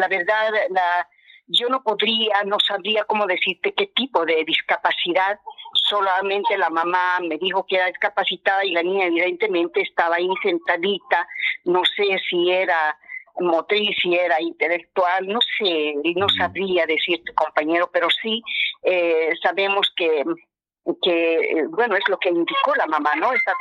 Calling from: Mizque, Cochabamba, Bolivia; acá en Misque

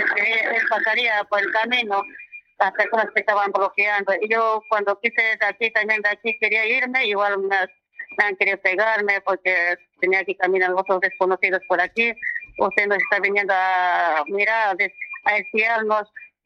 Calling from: Cochabamba, Bolivia; Yo vivo en Cochabamba

